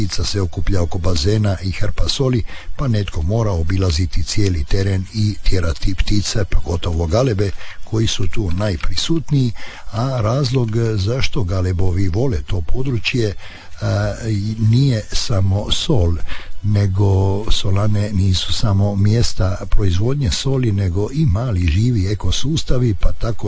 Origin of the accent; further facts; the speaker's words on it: Dalmatia, Croatia; Kada se kod nas u Dalmaciji kaže da netko galebari, uglavnom ne mislimo na ptice